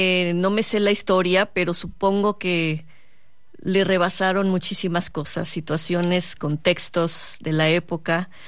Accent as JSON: {"language": "Spanish", "town": "Poza Rica", "region": "Veracruz", "country": "Mexico", "moved": "yes", "lives_now": "Mexico City, Mexico", "said": "Yo soy de provincia, de Poza Rica, Veracruz, y fui una chica con el sueño de venirme a la ciudad a hacer teatro, a estudiar."}